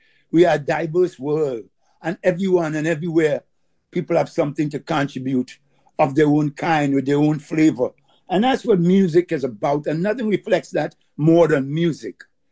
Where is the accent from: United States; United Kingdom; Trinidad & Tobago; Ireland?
Trinidad & Tobago; I'm from Trinidad.